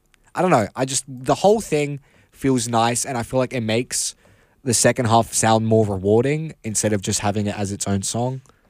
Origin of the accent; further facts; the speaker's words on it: Salisbury, South Australia, Australia; I'm from Salisbury, so I'm from the Hood